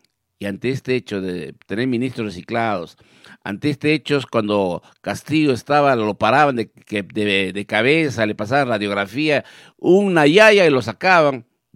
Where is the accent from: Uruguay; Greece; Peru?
Peru; Pobre de mi pueblo peruano.